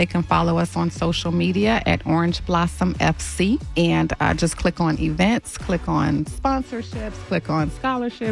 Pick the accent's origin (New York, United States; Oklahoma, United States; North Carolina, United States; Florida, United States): North Carolina, United States; I'm originally from North Carolina.